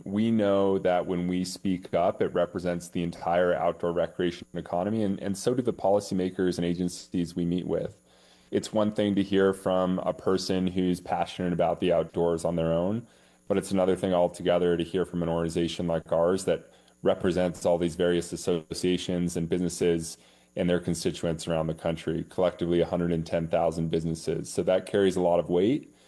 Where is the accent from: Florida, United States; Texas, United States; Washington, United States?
Washington, United States; Seattle; And that's my home too. I grew up in Seattle.